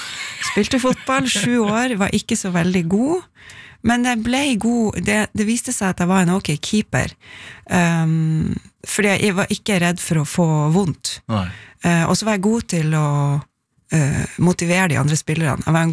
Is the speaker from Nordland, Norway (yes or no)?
yes; Tverlandet, Nordland, Norway; born or raised there